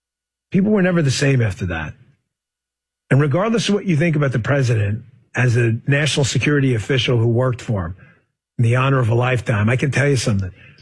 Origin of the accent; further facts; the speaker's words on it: New York City, New York, United States; as a New Yorker, I remember this well.